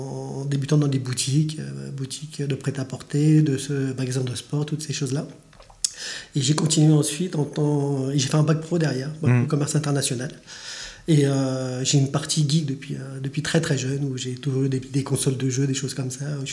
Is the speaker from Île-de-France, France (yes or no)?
yes; Île-de-France, France; moved away as an adult; now in Boulogne-sur-Gesse, France; moi, je suis originaire de l'Île-de-France.